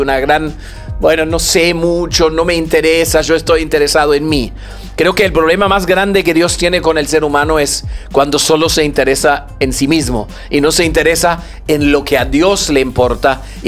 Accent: Germany; now in Peru; Yo no soy alemán.

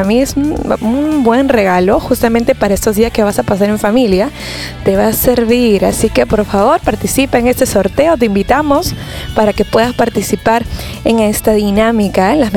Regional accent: Peru; como buenos peruanos, como hijos de Dios también

